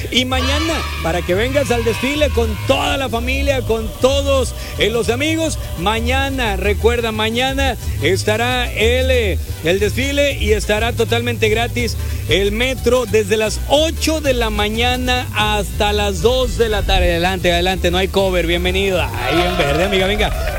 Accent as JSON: {"language": "Spanish", "region": "northern Mexico", "country": "Mexico", "said": "Es que nosotros somos norteños, pero somos mexicanos."}